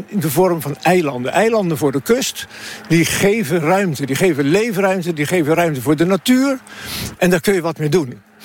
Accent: Netherlands

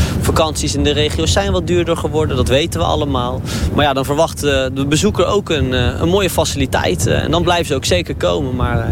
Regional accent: Netherlands; Nou, ik denk zeker als Nederlanders en als Brouwersdam, Kablasbank zijn we erg welkomhetend.

